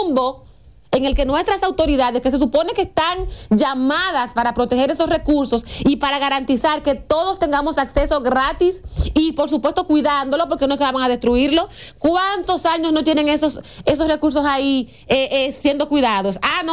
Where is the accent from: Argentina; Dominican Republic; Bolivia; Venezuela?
Dominican Republic; nosotros, como ciudadanos dominicanos